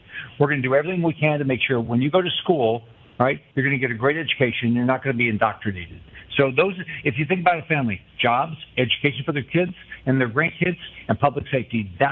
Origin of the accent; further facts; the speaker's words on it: Kansas City, United States; Have fun in Kansas City, my hometown.